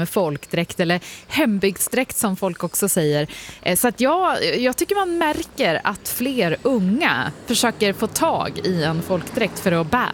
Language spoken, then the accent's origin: Swedish; Västernorrland County, Sweden; moved away; Jag kommer ju från Medelpad där jag vuxit upp.